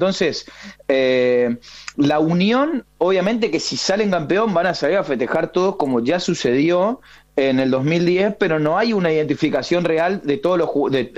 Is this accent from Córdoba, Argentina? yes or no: no; Corrientes, Argentina; now in Spain; yo soy de Corrientes